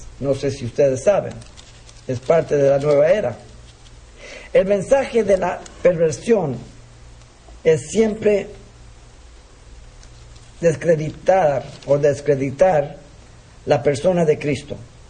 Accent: Mexico City, Mexico; born there; Yo nací en México, la capital. Yo fui creado como católico.

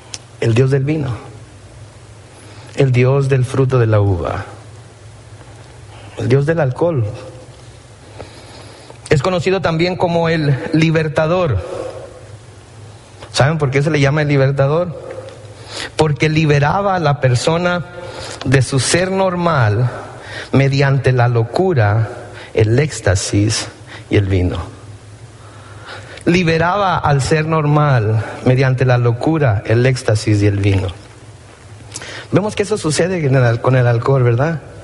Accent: Mexico; Los que venimos de México y que hemos viajado al sur de México sabemos que cada pueblo tiene su santo patrón

